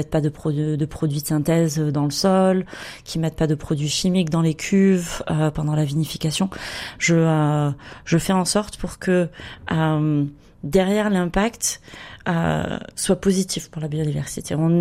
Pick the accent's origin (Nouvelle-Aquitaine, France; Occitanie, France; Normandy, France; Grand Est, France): Occitanie, France; Montpellier; Alors moi, j'ai grandi à Montpellier.